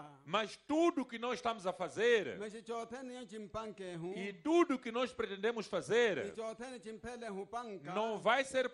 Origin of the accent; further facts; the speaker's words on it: Mozambique; É uma dor que todos nós, como moçambicanos, como o único povo, povo irmão, sentimos a mesma dor.